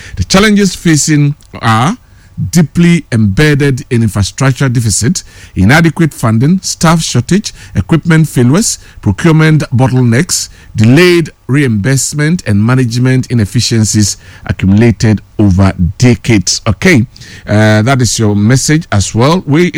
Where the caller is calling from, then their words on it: Bantama, Ashanti, Ghana; from Bantama in the Senate West District.